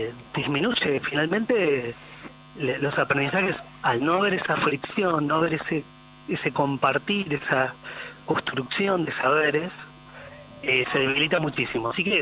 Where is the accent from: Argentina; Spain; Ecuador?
Argentina